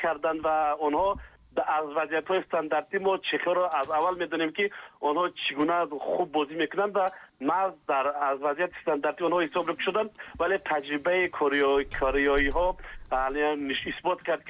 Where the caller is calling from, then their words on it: Dushanbe, Tajikistan; аз шаҳри Душанбе